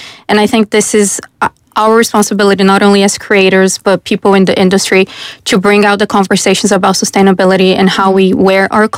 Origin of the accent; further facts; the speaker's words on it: Brazil; now in Ireland; I come from Brazil, which is a very colorful country.